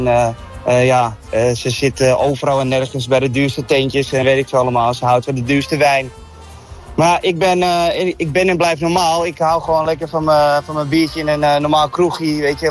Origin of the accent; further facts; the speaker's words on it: Amsterdam, North Holland, Netherlands; born there; ik ben in Amsterdam-Noord geboren.